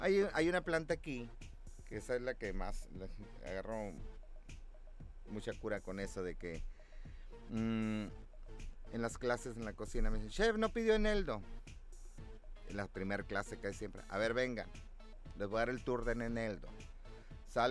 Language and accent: Spanish; Ensenada, Baja California, Mexico; Yo creo que a la mayoría de los ensenadenses nos pasa eso.